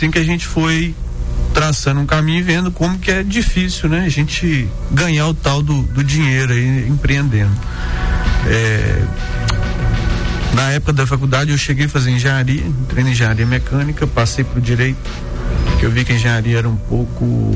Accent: Minas Gerais, Brazil; Eu sou daqui, né? … sou nascido e criado aqui na região do Vale do Aço.

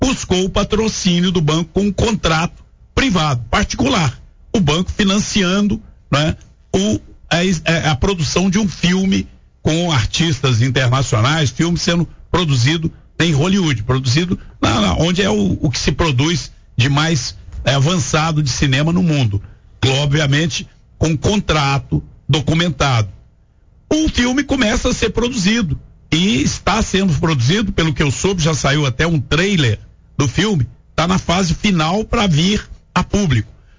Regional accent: Minas Gerais, Brazil; Aqui que é também a minha terra, eu vim compartilhar essa decisão agora definitiva da gente se colocar como pré-candidato ao Senado.

